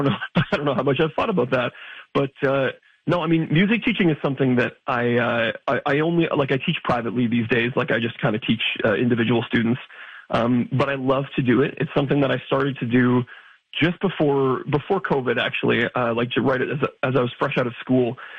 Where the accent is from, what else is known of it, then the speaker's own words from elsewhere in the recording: Hamilton, Ontario, Canada; It sort of starts as like an exploration of how I'm feeling when I go back to Hamilton, Ontario, my hometown.